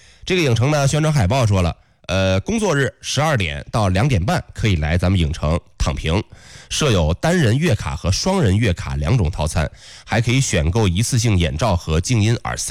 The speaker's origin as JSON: {"language": "Chinese", "region": "northern China", "country": "China", "said": "咱作为北方人啊"}